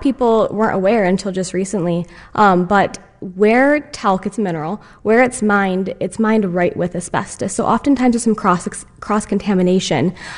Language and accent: English; Northville, Michigan, United States; So I was born and raised in Michigan in a town called Northville. It's one of the Detroit suburbs.